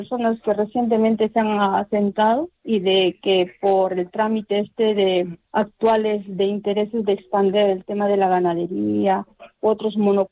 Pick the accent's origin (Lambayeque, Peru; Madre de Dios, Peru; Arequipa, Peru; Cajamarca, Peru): Madre de Dios, Peru; Y así te puedo hablar del Madre de Dios, que es mi realidad. Yo soy peruana, en Madre de Dios.